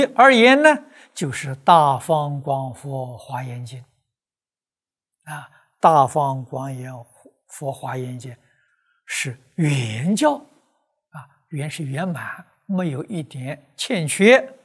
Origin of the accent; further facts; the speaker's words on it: China; 我们中国人常说